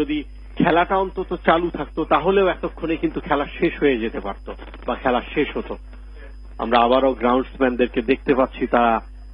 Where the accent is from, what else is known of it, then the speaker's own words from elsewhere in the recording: Bangladesh; বাংলাদেশের যারা সমর্থক রয়েছেন, যারা আমরা বাংলাদেশি রয়েছি